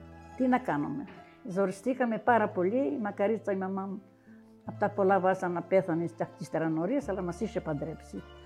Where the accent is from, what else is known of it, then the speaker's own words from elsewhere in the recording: Vorizia, Crete, Greece; Εγώ ήμουν και από τα Βορίζα, δεν ήξερα και πολλά.